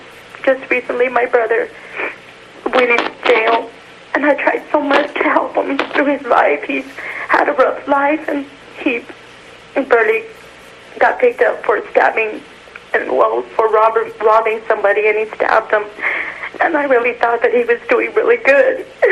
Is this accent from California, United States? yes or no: yes; Fresno, California, United States; I'm from Fresno.